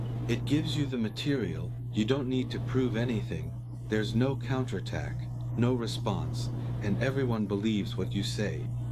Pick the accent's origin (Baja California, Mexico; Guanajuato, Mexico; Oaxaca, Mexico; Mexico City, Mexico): Mexico City, Mexico; now in Cancun, Mexico; I grew up in Mexico City, and I only came to Cancun after I was married and already had a child.